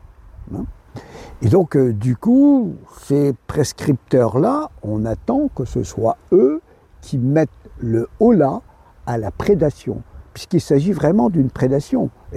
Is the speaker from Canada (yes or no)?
no; Brittany, France; je suis né là, juste en face, enfin je suis né, ma famille, berceau de ma famille est juste en face à Le Quirec, il n'y a pas plus breton que moi.